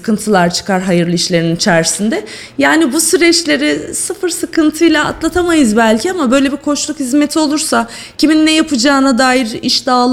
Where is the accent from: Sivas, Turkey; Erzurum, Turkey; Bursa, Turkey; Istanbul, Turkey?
Sivas, Turkey; Ya baktığında İç Anadolu, ben de Sivaslıyım, Kayserliydi.